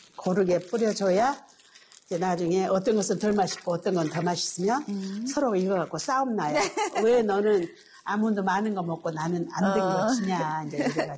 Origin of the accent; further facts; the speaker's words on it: Haenam, South Jeolla, South Korea; also born or lived in Cheongju / Gwangju; now in Gurye, South Korea; 원래는 저는 해남이고